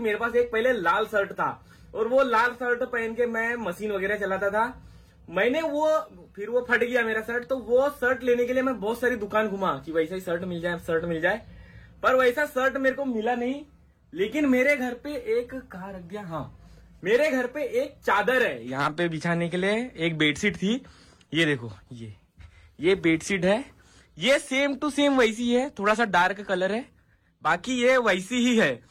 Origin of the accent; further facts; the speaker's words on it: Maharashtra, India; मेरा गांव है कहाँ पे। तुमसर आना ठीक है, बालाघाट मत आना, तुमसर के पास में है। तुमसर से 28 किलोमीटर दूर है।